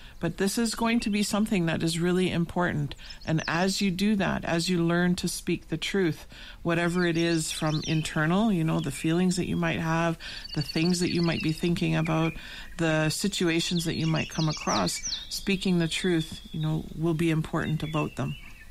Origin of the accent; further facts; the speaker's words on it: Manitoulin Island, Ontario, Canada; now in Sault Ste. Marie, Canada; I come from the Crane Clan. I am originally from Manitoulin Island, on a community known as Wakumakong Unceded Indian Territory, and currently reside here in Bawating, or Sault Ste. Marie, Ontario, Canada, in the heart of the Great Lakes region, on beautiful Turtle Island.